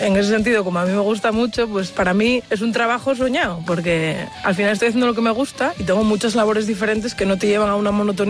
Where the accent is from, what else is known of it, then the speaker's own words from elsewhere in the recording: Cangas de Onís, Asturias, Spain; soy de Cangas de Onís